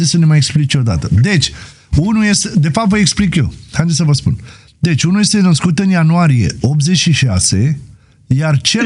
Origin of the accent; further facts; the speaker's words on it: Lopătari, Buzău County, Romania; Eu sunt din Lopătari, mari VIP, gata.